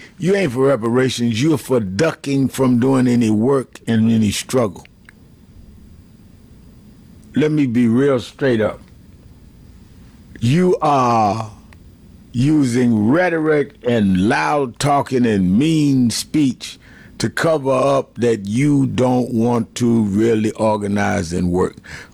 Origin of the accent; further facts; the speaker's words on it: Evanston, Illinois, United States; born there; I was born in Evanston.